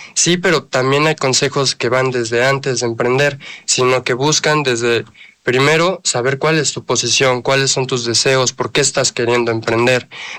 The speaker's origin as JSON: {"language": "Spanish", "country": "Mexico", "said": "como mexicanos, pues la verdad muchas personas les gusta emprender"}